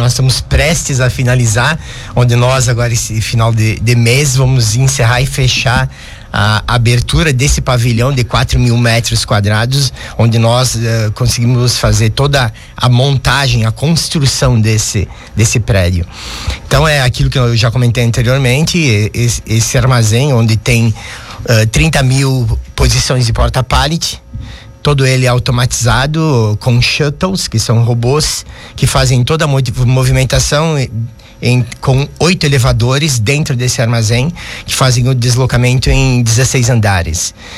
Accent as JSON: {"language": "Portuguese", "town": "Carlos Barbosa", "region": "Rio Grande do Sul", "country": "Brazil", "tie": "born or raised there", "said": "Eu nasci praticamente dentro da fábrica. Eu sou de Carlos Barbosa, sou natural de Carlos Barbosa."}